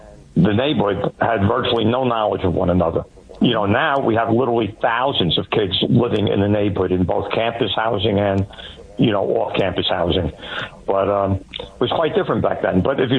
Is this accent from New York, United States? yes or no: yes; New York, United States; born or raised there